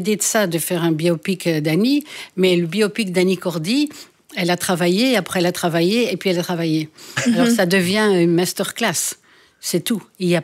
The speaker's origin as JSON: {"language": "French", "region": "Brussels", "country": "Belgium", "tie": "born or raised there", "said": "moi je suis bruxelloise de naissance, je suis marolienne."}